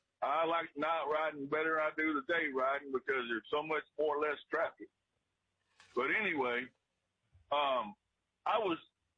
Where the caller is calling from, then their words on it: Mineral Wells, United States; Mineral Wells, kind of my neck of the woods. And that's pretty, I'm not going to say mountainous, but it's the northern part of the hill country.